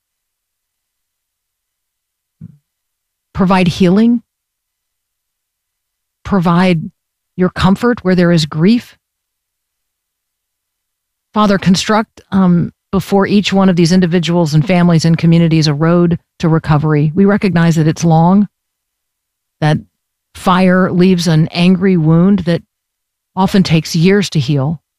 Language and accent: English; Tampa, Florida, United States; I grew up in Florida, and every single day these cumulonimbus clouds would grow in volume over the course of the day.